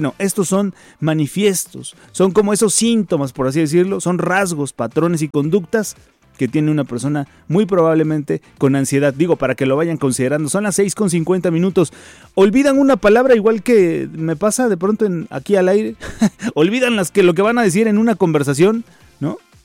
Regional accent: Mexico

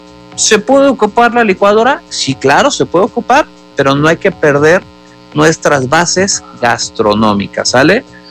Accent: Mexico; como mexicanos o cocineros mexicanos

